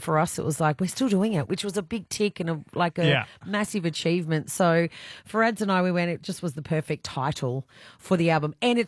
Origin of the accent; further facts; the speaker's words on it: Grafton, New South Wales, Australia; moved away; we grew up in Grafton, but when we actually finally hooked up was in Newcastle. We lived in Adam's van.